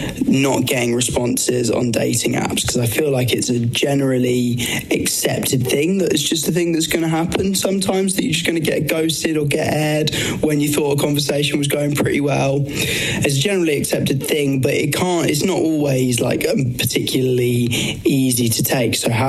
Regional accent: Brighton, South East England, United Kingdom; I'm a musician from Brighton.

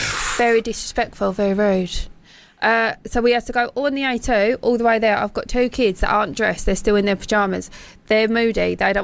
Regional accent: South East England, United Kingdom; I'm from Kent. I'm proud of it.

